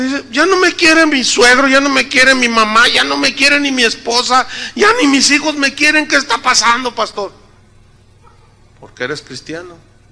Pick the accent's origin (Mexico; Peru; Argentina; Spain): Mexico; San Luis Potosí; moved away; yo me enteré de unos primos míos allá de donde yo soy de San Luis Potosí.